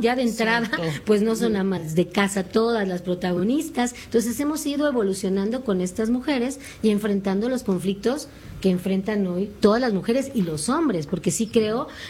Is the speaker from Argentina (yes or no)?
no; Campeche, Mexico; now in Mexico City, Mexico